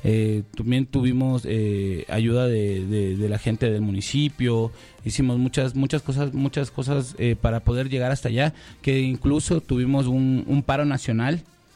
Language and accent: Spanish; Ecuador; nosotros somos ecuatorianos.